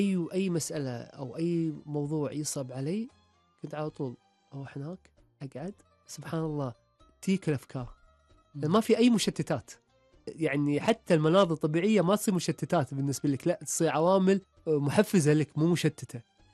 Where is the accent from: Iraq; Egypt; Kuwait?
Kuwait; moved away as an adult; أقوم أردوا هلي للكويت